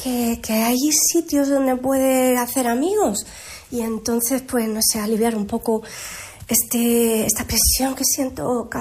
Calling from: Villalba, Spain; llamo desde Villalba.

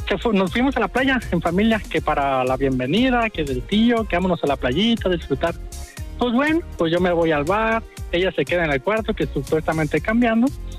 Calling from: Guadalajara, Jalisco, Mexico; nosotros somos de acá de Guadalajara

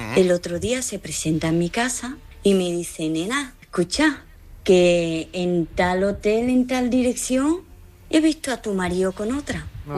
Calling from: Barcelona, Catalonia, Spain; yo vivo en Barcelona

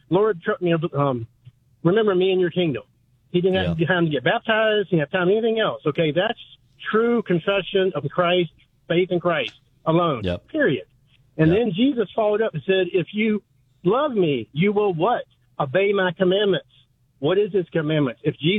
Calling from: Charlottesville, Virginia, United States; I'm calling out from Charlottesville, home of Thomas Jefferson, James Madison.

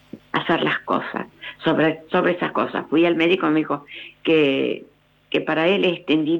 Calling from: Buenos Aires, Argentina; de la del barrio de Belgrano.

